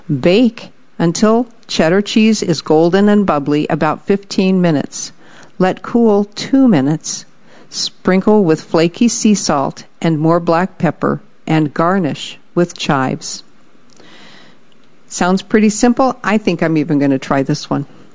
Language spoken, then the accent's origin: English; Arizona, United States; Well, we're from Arizona, but that's still, it's not the South like the southeastern United States.